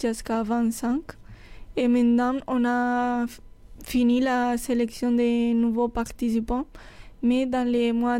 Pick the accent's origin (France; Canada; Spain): Spain; Castilla-La Mancha; French is a second language; moved away; moi, je viens de Castilla-La Mancha, qui c'est en région... qui vivent de l'agriculture, parce que c'est un llanure, donc ça permet de l'agriculture